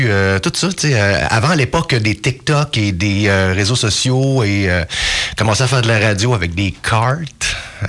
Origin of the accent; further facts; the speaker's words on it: Rouyn-Noranda, Quebec, Canada; Je suis originaire de Noranda parce que je suis né avant la fusion de Rouyn et de Noranda en 1986.